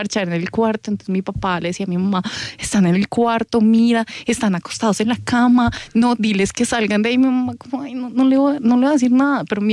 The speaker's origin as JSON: {"language": "Spanish", "country": "Colombia", "tie": "born or raised there", "said": "Pero entonces nosotras crecimos en Colombia"}